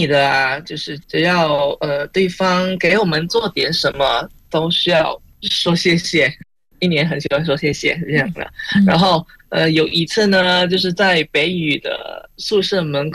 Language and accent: Chinese; Indonesia; first language Indonesian; Chinese is a second language; now in Beijing, China; 因为在坤甸的话呢，虽然我们是学中文，但是我们还时不时用那个母语交流，印尼语啊，对吧？